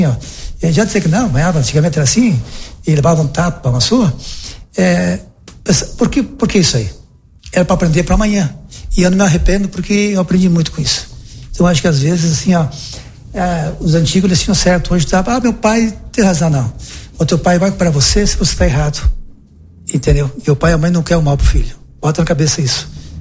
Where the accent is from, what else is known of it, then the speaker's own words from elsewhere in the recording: Marau, Rio Grande do Sul, Brazil; also born or lived in Chapecó; nasci em Marau, fiquei em Marau, depois nós fomos morar em Chapecó. Nós moramos um tempo em Chapecó, acho uns 2, 3 anos, depois retornamos para Marau, e daí não saí mais em Marau.